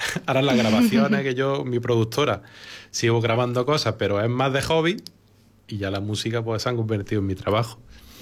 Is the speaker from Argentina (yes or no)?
no; Baza, Andalusia, Spain; born there; me hace recordar a mi pueblo, a mis raíces que tanto quiero